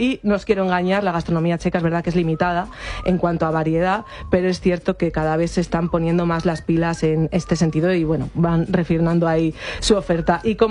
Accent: Castile and León, Spain; moved away; y al mejor sitio de todos, que es la montaña leonesa, donde está mi pueblo.

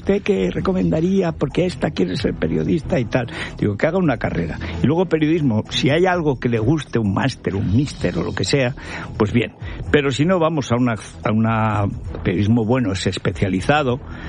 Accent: Aragon, Spain; en España, pues desde la de mi pueblo, la Virgen del Tremedal

